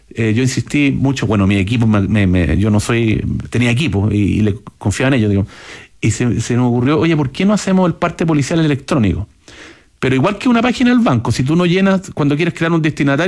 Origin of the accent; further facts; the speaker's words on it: Chile; aquí somos estúpidos los chilenos